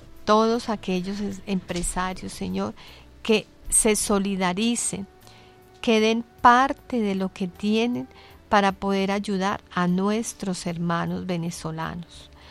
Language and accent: Spanish; Colombia; todos nosotros como colombianos